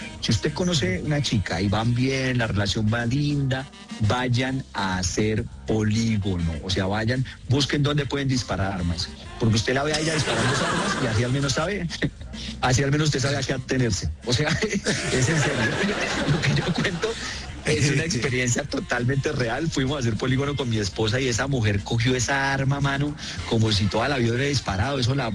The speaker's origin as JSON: {"language": "Spanish", "region": "Santander", "country": "Colombia", "lives_now": "Bogotá, Colombia", "said": "hablamos de también de un poco de lo que es vivir en Bogotá siendo santandereano"}